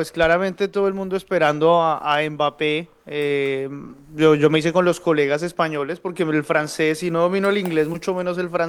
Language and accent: Spanish; Bogotá, Bogotá Capital District, Colombia; Los rolos somos queridos